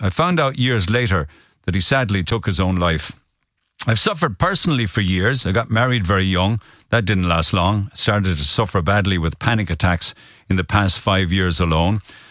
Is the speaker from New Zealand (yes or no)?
no; Silvermines, Munster, Ireland; born or raised there; now in Cork, Ireland